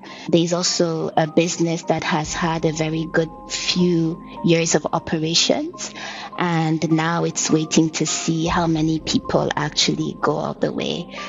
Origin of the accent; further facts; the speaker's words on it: Nigeria; I went to my hometown literally 7 hours away from here, and there were so many points to buy Dangote cement. So the company and the name, his name, is very visible in Nigerians' everyday life.